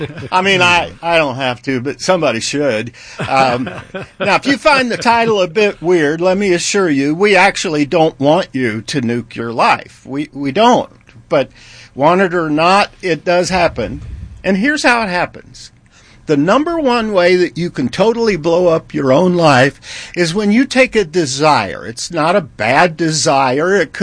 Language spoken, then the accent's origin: English; United States; I won the lottery the day I was born in America. One of my earliest memories of being an American was the day JFK was assassinated.